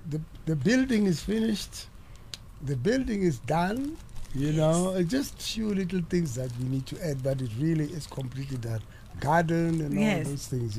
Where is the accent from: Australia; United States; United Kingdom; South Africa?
South Africa; I'm a full Mupedi, but I'm a South African and I belong to a community.